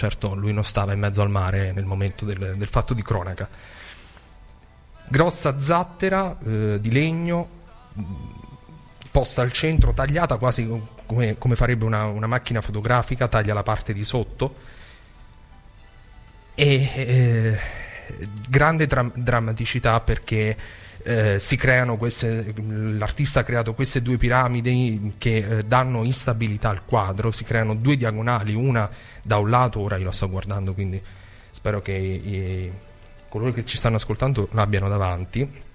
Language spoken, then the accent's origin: Italian; Abruzzo, Italy; Io sono abruzzese